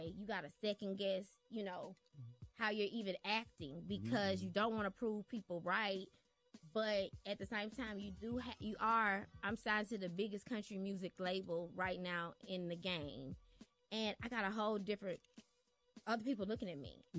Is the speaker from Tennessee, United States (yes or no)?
yes; Memphis, Tennessee, United States